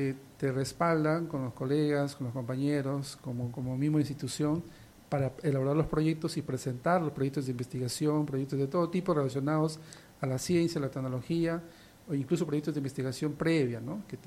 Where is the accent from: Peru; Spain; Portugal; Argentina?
Peru; San Martín